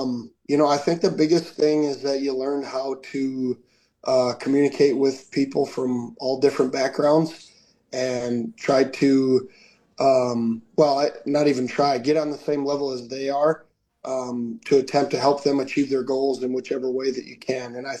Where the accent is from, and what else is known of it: Minnesota, United States